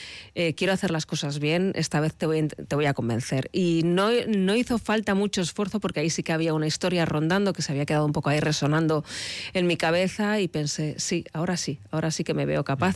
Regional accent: Pamplona, Navarre, Spain; now in Madrid, Spain; cuando pasas el Ecuador de más años en Madrid que en Pamplona, eso duele. Pero ahí estás reivindicando de dónde eres, de dónde vienes y tu tierra.

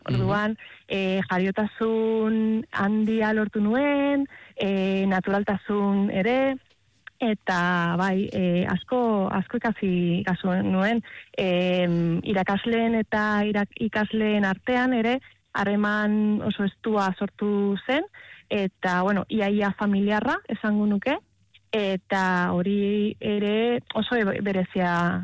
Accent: Málaga, Andalusia, Spain; Basque is a second language; now in Vitoria-Gasteiz, Spain; Ni Malagakoa naiz.

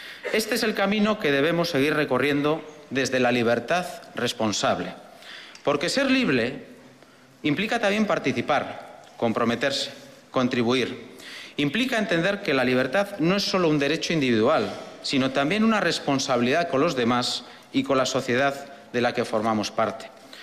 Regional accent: Basque Country, Spain; Como vasco y demócrata

